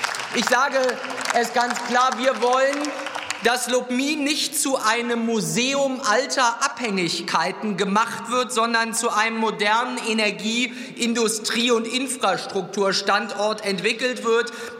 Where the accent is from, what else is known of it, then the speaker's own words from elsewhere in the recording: Mecklenburg-Vorpommern, Germany; Mecklenburg-Vorpommern nicht einfach irgendein Punkt auf der Landkarte, sondern eine wichtige Gemeinde in meiner Heimatregion